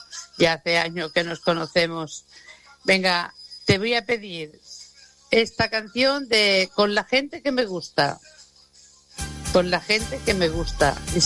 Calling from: Sabadell, Catalonia, Spain; de Sabadell.

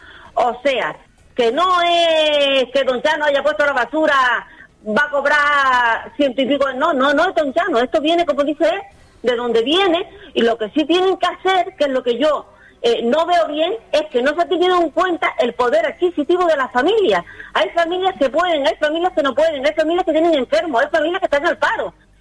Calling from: Firgas, Canary Islands, Spain

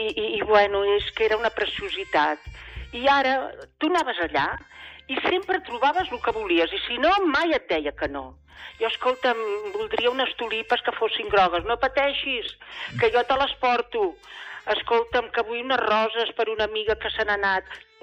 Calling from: Premià, Catalonia, Spain; tal com jo, moltes persones de Premià

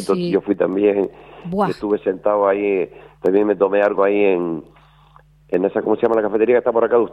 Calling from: Las Palmas de Gran Canaria, Canary Islands, Spain; Porque yo vivo en Los Giles

